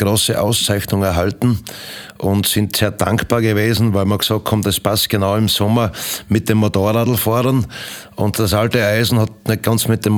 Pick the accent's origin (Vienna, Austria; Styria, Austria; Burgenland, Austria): Styria, Austria; Dann habe ich gesagt, nein, ich bin ein Steirer.